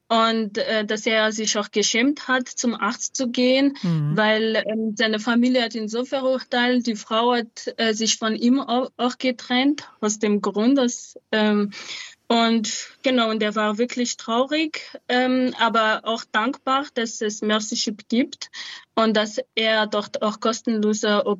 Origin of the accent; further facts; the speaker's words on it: Madagascar; now in Munich, Germany; jetzt auch komplett spenden für Waisenhäuser und Hilfsorganisationen in Madagaskar, weil dass ich in meiner Heimat einfach etwas zurückgeben kann.